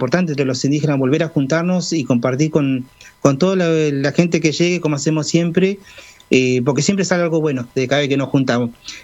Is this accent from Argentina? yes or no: yes; Argentina; nosotros como argentinos